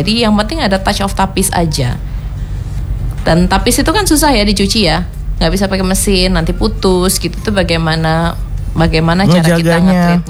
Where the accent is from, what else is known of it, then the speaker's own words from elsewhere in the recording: Lampung, Indonesia; kita sebagai orang Lampung